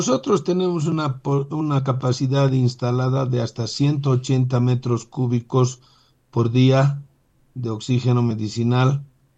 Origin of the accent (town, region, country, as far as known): La Paz, Bolivia